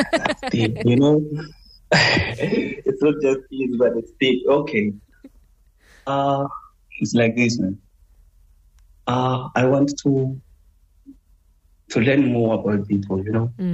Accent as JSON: {"language": "English", "region": "Limpopo", "country": "South Africa", "tie": "born or raised there", "moved": "yes", "said": "I'm 29 years old. Grew up in Limpopo province."}